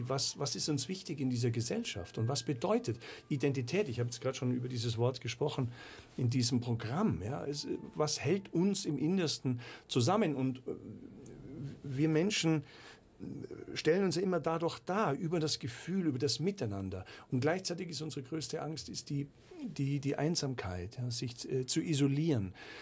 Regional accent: Munich, Bavaria, Germany; now in Austria; Und das sage ich als Münchner, ja, als Bayer, weil ich doch Österreich so lieben und schätzen gelernt habe. Das ist ja seit vielen, vielen Jahren meine Heimat.

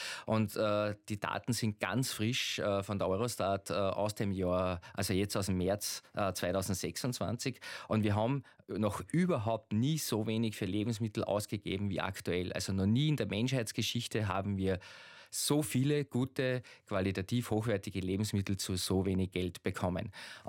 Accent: Schladming, Styria, Austria; wie Gösser oder wo ich herkomme, Schlappminger Bier und viele bekannte Marken.

